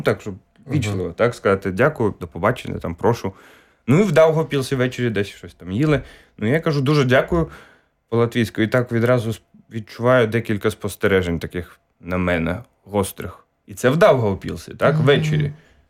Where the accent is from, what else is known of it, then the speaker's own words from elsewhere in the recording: Belarus; moved away; бо я сам з Білорусі